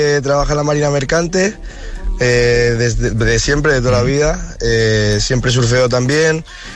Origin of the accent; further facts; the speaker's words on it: Gijón, Asturias, Spain; soy de Gijón, no de Ribadesella, pero doy clases en Ribadesella.